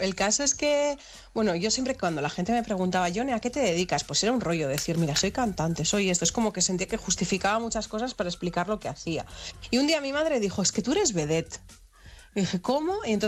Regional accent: Basque Country, Spain; now in Barcelona, Spain; teniendo en cuenta además que soy vasca, O sea, que es que en Euskadi se dice y se comenta que la gente se reproduce por esporas.

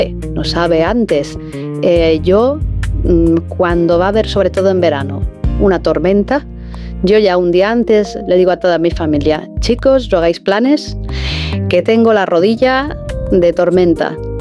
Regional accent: Madrid, Community of Madrid, Spain; Hola, ¿cómo estáis? … de Madrid.

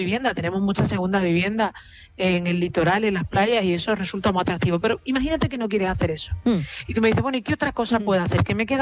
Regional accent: Andalusia, Spain; accent: Andalusian

